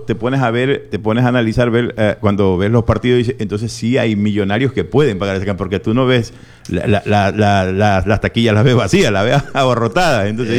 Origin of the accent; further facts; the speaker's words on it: Machala, El Oro, Ecuador; Max, tú y yo somos machaleños, y todos los que somos de aquí de Machala y los que vivimos aquí, viven en la ciudad de Machala